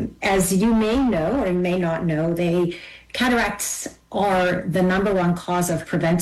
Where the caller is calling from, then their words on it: Boston, Massachusetts, United States; I am calling in from Boston this evening, yes.